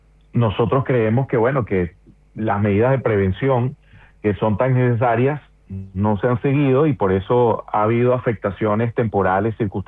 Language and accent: Spanish; Venezuela; nos ha caracterizado como venezolanos, pero también como iglesia